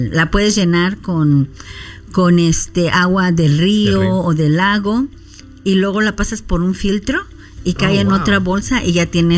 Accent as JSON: {"language": "Spanish", "region": "Mexico City", "country": "Mexico", "tie": "born or raised there", "said": "yo crecí en la Ciudad de México, yo sé subirme a camiones y tomar el metro."}